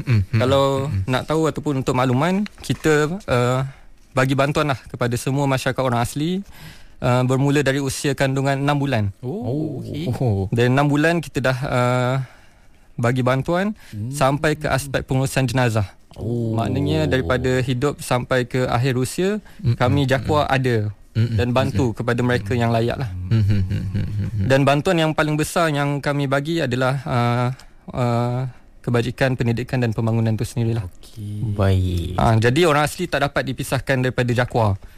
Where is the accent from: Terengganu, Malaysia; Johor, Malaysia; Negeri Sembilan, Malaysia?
Negeri Sembilan, Malaysia; accent: Negeri Sembilan dialect; dalam dialek Negeri Sembilan, sebab saya orang Negeri Sembilan.